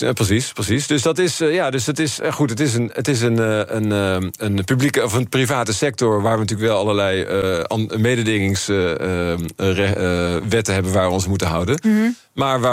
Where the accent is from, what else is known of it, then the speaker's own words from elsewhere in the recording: Netherlands; En dat maakt me natuurlijk als Nederlander ook een beetje trots.